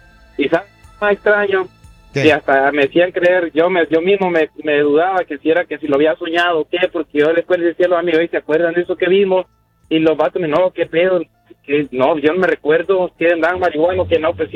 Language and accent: Spanish; Cortés, Honduras; yo soy de Honduras, allá al lado de Cofradía, por ahí